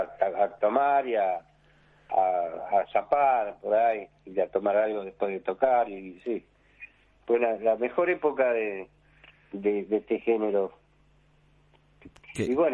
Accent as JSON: {"language": "Spanish", "region": "Buenos Aires", "country": "Argentina", "tie": "born or raised there", "said": "en el barrio donde yo me crié, en Floresta, era, todos querían tocar la guitarra, ¿viste?"}